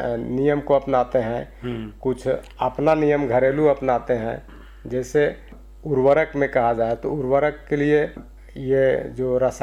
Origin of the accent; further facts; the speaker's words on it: Daltonganj, Jharkhand, India; आज जनरली बाज़ार व्यवस्था तो वैसे मेरा शहर डाल्टनगंज है